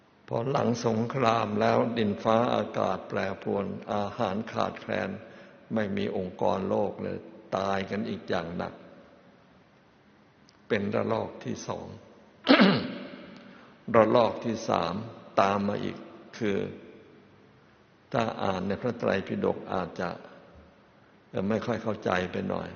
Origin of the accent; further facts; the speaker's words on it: Kanchanaburi, Thailand; หลวงพ่อจำได้ตอนเด็กๆสิ้นสงครามต้องบ้านอยู่กาญจนบุรีต้องไปเข้าคิวกันรับแจกข้าว